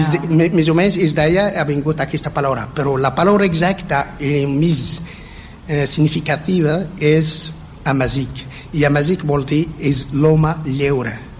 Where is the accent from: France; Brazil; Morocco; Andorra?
Morocco; Assamber, South; soc del Marroc, exactament del sur o del sud del Marroc, del desert, soc un fill del desert, i he nascut a una zona que es diu Assamber.